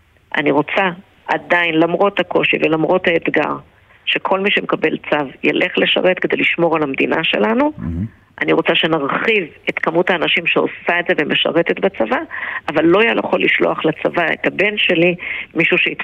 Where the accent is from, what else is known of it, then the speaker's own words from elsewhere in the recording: Beit Shemesh, Jerusalem District, Israel; אני שבאה מבית שמש ונמצאת בקריית שמונה